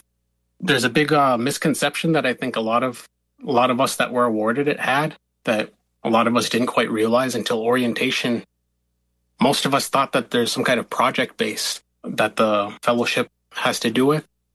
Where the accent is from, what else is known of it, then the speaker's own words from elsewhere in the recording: Red Lake, Minnesota, United States; also born or lived in Ponemah; now in Fond du Lac Reservation, United States; I come from the Eagle Clan at Red Lake. My family comes from the community of Obashing, Panema, as well as Cass Lake over at Leech Lake. And I've been living here at Fond du Lac Reservation for about 10 and a half years now.